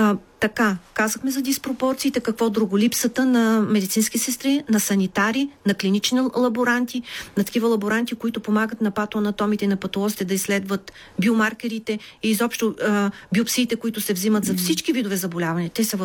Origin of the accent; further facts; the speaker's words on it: Lyubimets, Haskovo Province, Bulgaria; Ето в моя роден край в Любимец са разкрили център по физиотерапия и рехабилитация в бившата поликлиника